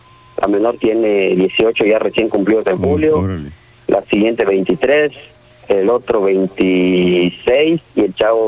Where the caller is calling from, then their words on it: Yucatán, Mexico; somos del poblado de Folcá, aquí en Yucatán.